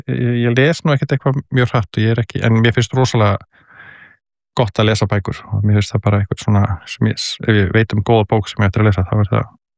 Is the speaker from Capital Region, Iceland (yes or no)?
yes; Kópavogur, Capital Region, Iceland; also born or lived in Reykjavík; Ég alinn upp í Kópavogi til 13 ára aldurs í Hjallakverfinu og ég fæddist svona í Reykjavík en ég man ekkert eftir því hérna fyrstu árunum en ég man bara eftir uppeldi í Kópavogi